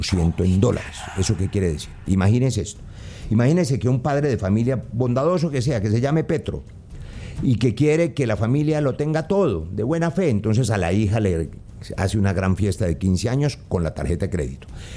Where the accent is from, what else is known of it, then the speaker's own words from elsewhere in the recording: Bogotá, Colombia; now in Cali, Colombia; Yo de niño venía en Flota Magdalena desde Bogotá aquí a Cali a conocer a mi padre en la adolescencia.